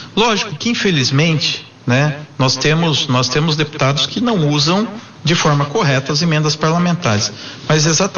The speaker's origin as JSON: {"language": "Portuguese", "region": "São Paulo", "country": "Brazil", "tie": "born or raised there", "said": "a nossa região, para o meu berço, né, onde eu nasci, cresci, sou criado, moro aqui"}